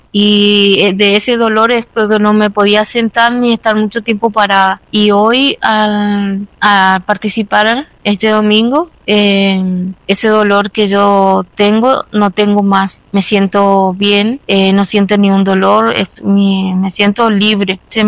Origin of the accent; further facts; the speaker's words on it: Formosa, Argentina; soy de Formosa.